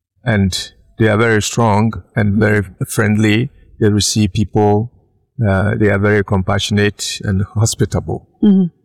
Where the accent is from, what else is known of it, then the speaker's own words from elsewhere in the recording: Ghana; Well, I come from Ghana in the western part of Africa.